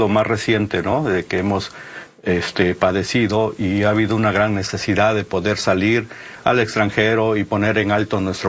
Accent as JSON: {"language": "Spanish", "town": "Cuicatlán", "region": "Oaxaca", "country": "Mexico", "tie": "born or raised there", "said": "Nací en La Cañada, en Cuicatlán, en el 1972, y realmente tengo 54 años. De niño viví en mi pueblo, con las libélulas, con las catarinas, y bueno, el campo, ¿no? Los mangos de mi región, que es La Cañada."}